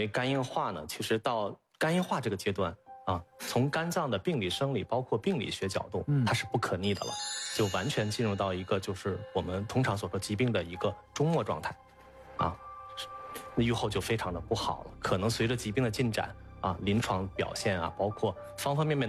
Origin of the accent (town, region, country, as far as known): China